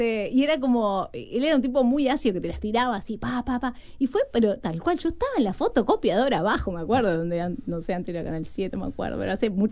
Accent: Canelones, Uruguay; yo soy uruguaya hasta la médula, canaria hasta la médula, o sea, no me movería, sí, a trabajar, ¿no? Pero como en esta cuestión donde siempre termino, en mi hogar es Canelones, ahora vivo en La Gomar, ¿no? Pero es eso, Pinar, Atlántida, La Gomar, no me saco de ahí.

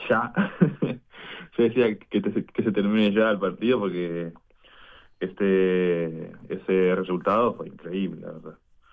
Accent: Santo Antão, Cape Verde; moved away; Soy de la isla de Santo Antão.

